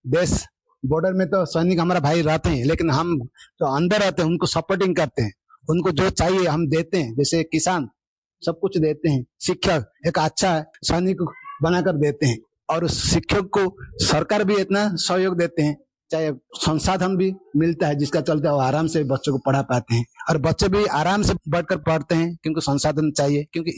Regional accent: Odisha, India; moved away; हमारा कॉलेज हमारा गांव में नहीं रहता था उड़ीसा में सर

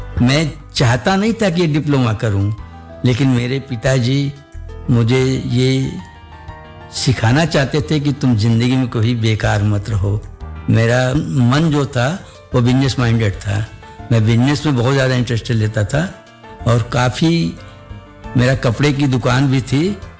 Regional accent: Shahganj, Uttar Pradesh, India; born there; also born or lived in Mehnagar Bazar, Azamgarh district, Uttar Pradesh; now in Ayodhya, India; मेरा जन्म जो है 29 अप्रैल 1959 को जौनपुर जिले के शाहगंज तहसील में हुआ, जहाँ मेरा ननिहाल था। वैसे मैं मूलतः आजमगढ़ जनपद के मेहनगर बाजार का रहने वाला था

